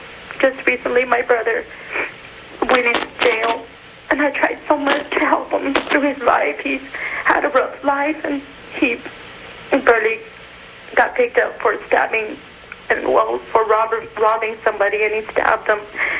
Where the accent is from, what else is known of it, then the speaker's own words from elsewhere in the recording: Fresno, California, United States; I'm from Fresno.